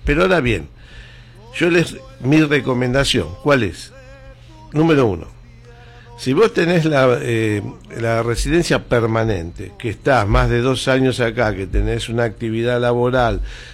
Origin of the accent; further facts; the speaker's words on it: Argentina; como siempre los argentinos tenemos algún problemita